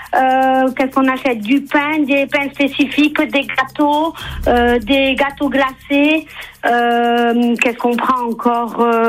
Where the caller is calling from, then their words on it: Canet-en-Roussillon, Occitanie, France; j'habite à Canet.